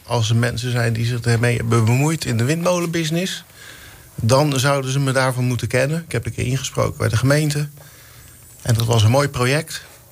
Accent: Hoeksche Waard, South Holland, Netherlands; also born or lived in Maasdam / Klaaswaal; Dus uiteindelijk ben ik opgegroeid in de Hoekse Waard.

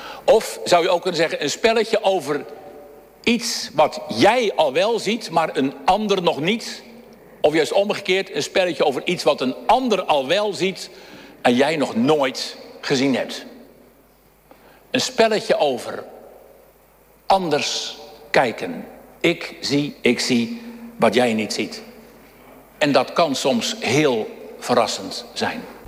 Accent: Dirksland, South Holland, Netherlands; accent: Flakkees; moved away; also born or lived in Zwolle; we hebben een poosje gezellig Flakkees gepraat in de consistorie, want ik ben geboren op dit mooiste eiland van Nederland. Gorrie Overflakkee in Dirksland. Het deed mij denken aan mijn jeugd. Als kind groeide ik op in Dirksland

